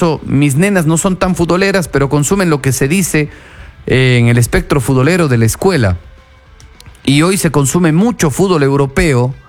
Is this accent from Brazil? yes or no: no; Ecuador